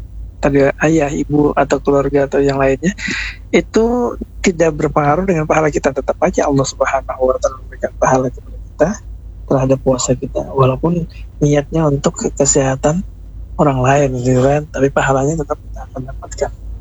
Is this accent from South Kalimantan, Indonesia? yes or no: yes; South Kalimantan, Indonesia; hampir kurang lebih 3 kilo ya, atau 3 pal dalam bahasa kita Banjar, 3 kiloan itu, pulang balik 6 kilo.